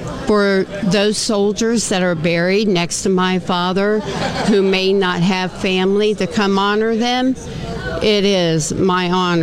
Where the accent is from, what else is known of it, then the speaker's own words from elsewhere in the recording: Kentucky, United States; also born or lived in Ohio; Grew up Fort Knox, Fort Campbell. I always say Kentucky's like my home, even though I was born in Ohio, because we lived in Kentucky for so long.